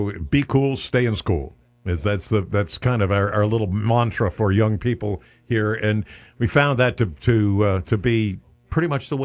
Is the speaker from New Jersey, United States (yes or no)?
no; College Park, Maryland, United States; also born or lived in Pennsylvania; now in Martinsburg, United States; I grew up in College Park. My dad taught at the University of Maryland, so we're kind of Maryland kind of guys.